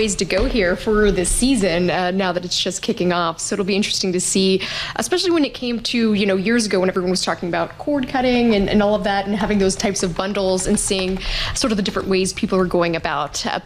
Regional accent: Texas, United States; I am originally from Texas.

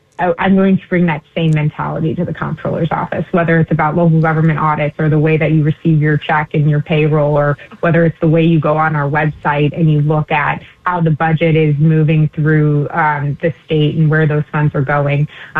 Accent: Chicago, Illinois, United States; You never know. I'm a Chicagoan, you know, right?

